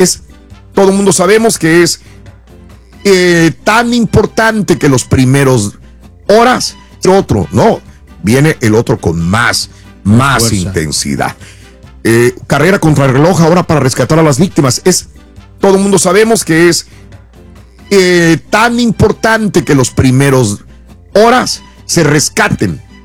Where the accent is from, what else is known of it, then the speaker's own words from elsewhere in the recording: Mexico; disfrutamos los mexicanos